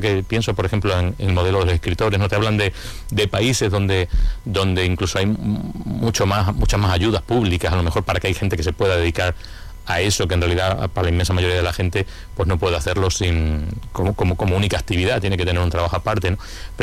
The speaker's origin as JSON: {"language": "Spanish", "town": "Plasencia", "region": "Extremadura", "country": "Spain", "said": "los placentinos tendremos a ser como muy críticos con Plasencia"}